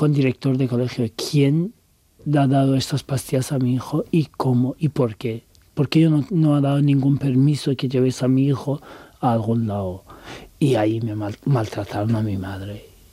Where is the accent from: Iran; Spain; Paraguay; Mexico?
Iran; Tehran, Tehran Province; Spanish is a second language; yo crecí en Teherán, los años en infancia mi familia mudaron a Teherán, pero nunca tuve el valor de volver y vivir ahí